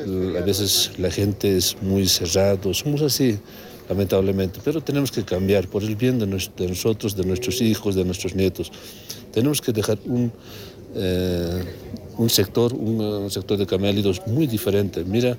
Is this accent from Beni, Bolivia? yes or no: no; Oruro, Bolivia; Soy orureño